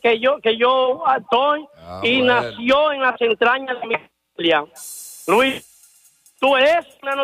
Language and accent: Spanish; Peravia, Dominican Republic; nuestra provincia de Payá